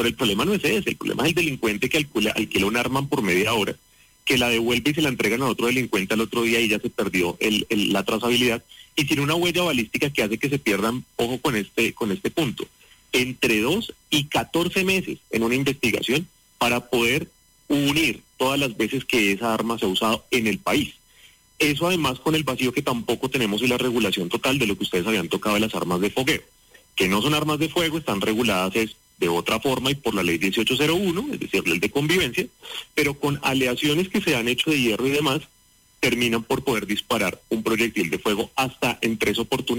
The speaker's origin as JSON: {"language": "Spanish", "country": "Colombia"}